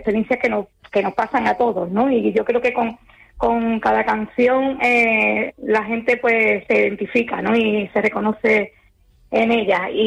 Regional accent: Andalusia, Spain; moved away as an adult; now in Lanzarote, Spain; yo soy andaluza. Ajá. Pero vivo en la isla de Lanzarote desde hace ya 8 años, es decir que ya me conozco bien la isla y estoy muy contenta de estar ahí afincada

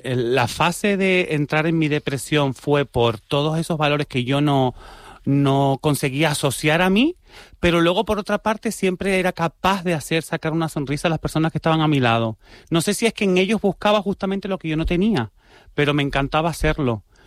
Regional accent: San Juan de la Rambla, Canary Islands, Spain; born or raised there

